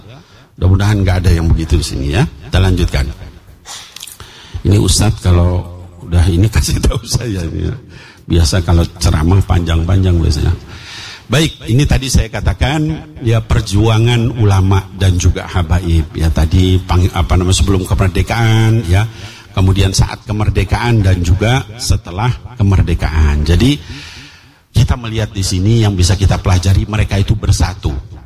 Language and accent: Indonesian; Jakarta, Indonesia; Sana kampung saya di Jakarta.